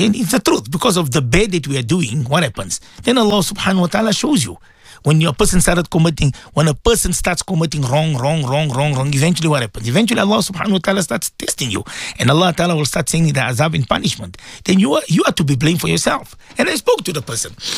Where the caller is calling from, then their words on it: Johannesburg, Gauteng, South Africa; And I'm calling from Johannesburg and this, whatever.